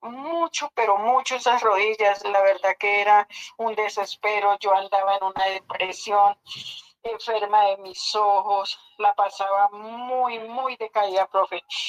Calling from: Samacá, Boyacá, Colombia; Desde aquí lo estoy llamando de Samacá, Boyacá.

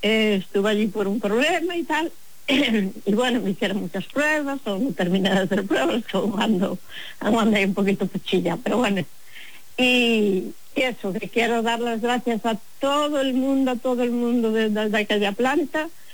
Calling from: Pontevedra, Galicia, Spain; Soy de aquí de Pontevedra, sí. Junto Posadón.

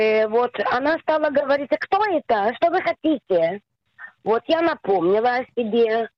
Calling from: Tel Aviv, Tel Aviv District, Israel; Я звоню с Тель-Авива

